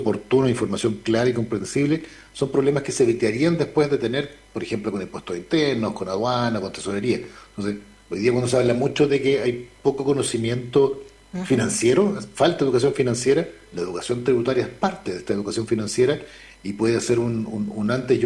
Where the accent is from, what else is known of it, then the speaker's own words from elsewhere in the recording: Los Andes Province, Valparaíso, Chile; de la provincia de los Andes, de hecho, mi provincia, yo soy andino